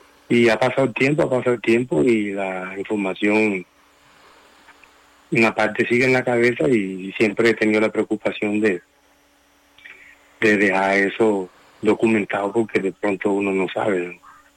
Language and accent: Spanish; San Juan, Bolívar, Colombia; born there; yo nací aquí en San Juan, en el ambiente este de gaitero